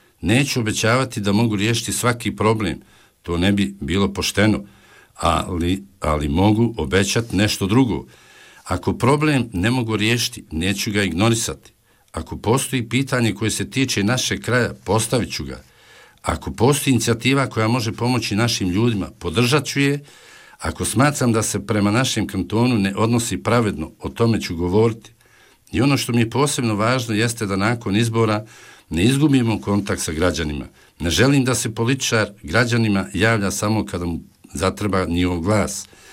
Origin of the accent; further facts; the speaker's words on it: Doboj Istok, Federation of Bosnia and Herzegovina, Bosnia & Herzegovina; also born or lived in Tuzla; Dolazim iz Doboj istoka, dobro poznajem ovaj kraj, ali sam kroz život vezan i za Tuzlu i za cijeli Tuzlanski kanton.